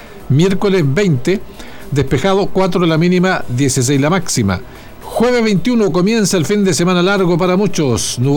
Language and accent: Spanish; Chile; Tiene un vínculo permanente con nuestro país